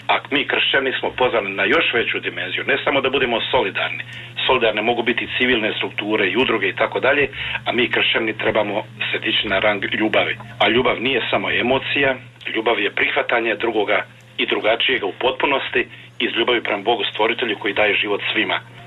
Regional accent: Jajce, Federation of Bosnia and Herzegovina, Bosnia & Herzegovina; Ja sam došao ovdje u moj rodni grad Jajce i bio sam tada četvrta godina studija teološkoga i ovdje sam se nastanio u župi Podmilače

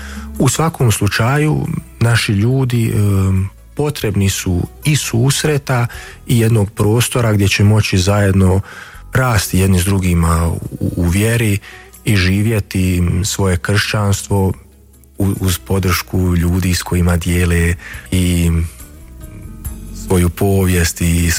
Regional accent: Lašva Valley, Federation of Bosnia and Herzegovina, Bosnia & Herzegovina; moved away as an adult; now in Münster, Germany; Sva tri ta mjesta su u srednjoj Bosni, praktično u Lašmanskoj dolini, jako su blizu, to je i moj zavičaj.

